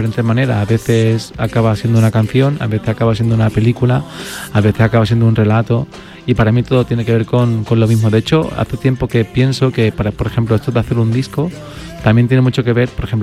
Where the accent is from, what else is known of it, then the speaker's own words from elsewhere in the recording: Seville, Andalusia, Spain; now in Madrid, Spain; sevillano